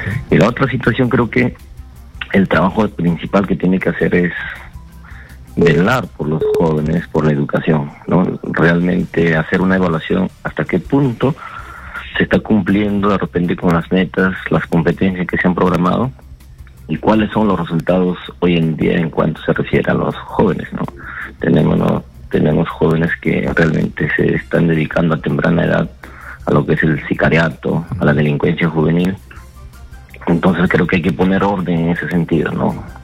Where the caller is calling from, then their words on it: Sullana, Piura, Peru; de Sullana